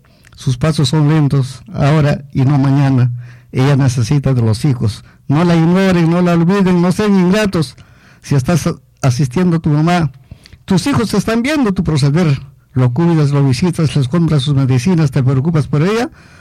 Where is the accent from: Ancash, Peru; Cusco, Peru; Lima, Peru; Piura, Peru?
Ancash, Peru; Chilcas; mi pueblo de Chilcas, a las de la provincia de Ocros, a las de la región Ancash